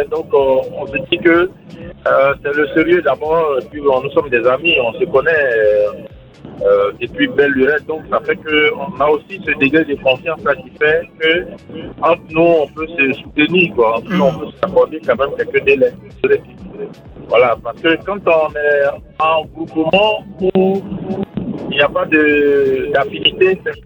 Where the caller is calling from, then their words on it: Abidjan, Côte d’Ivoire; moi je suis à Abidjan